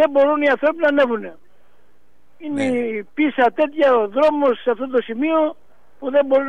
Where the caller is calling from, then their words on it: Greece; Το χωριό μου είναι τα μοιραίκα, όπως ξέρετε, από τους καμένους.